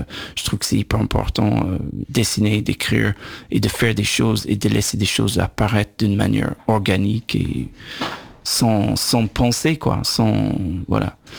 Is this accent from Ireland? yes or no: yes; Dublin, Leinster, Ireland; quand j'étais ado à Dublin.